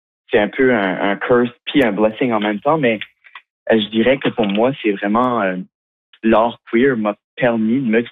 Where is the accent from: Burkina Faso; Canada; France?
Canada; Shediac, New Brunswick; en grandissant à Shediac, moi, je connaissais pas de femmes trans.